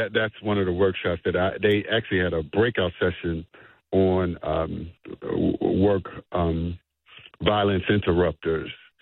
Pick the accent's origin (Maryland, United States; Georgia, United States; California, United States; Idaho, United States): Maryland, United States; Baltimore; the people I told them I'm from Baltimore